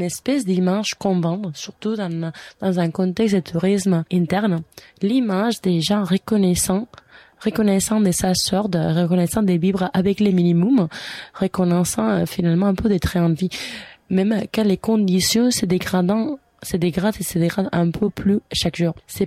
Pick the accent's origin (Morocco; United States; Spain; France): Spain; French is a second language; now in Canada; Moi, je viens de l'Espagne, qui c'est quand même une monarchie parlementaire. On a aussi des rois, et au Canada aussi, on a des rois